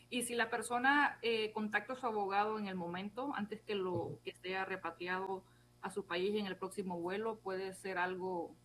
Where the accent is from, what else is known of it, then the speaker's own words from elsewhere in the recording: Honduras; now in United States; yo soy hondureña